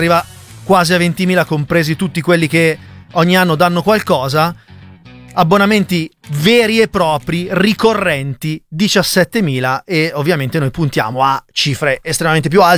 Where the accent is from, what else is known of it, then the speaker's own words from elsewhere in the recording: Lombardy, Italy; Io sono lombardo.